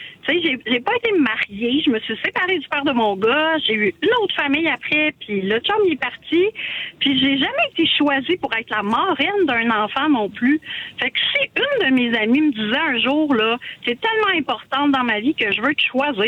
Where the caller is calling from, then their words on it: Montreal, Quebec, Canada; Moi, je suis à Montréal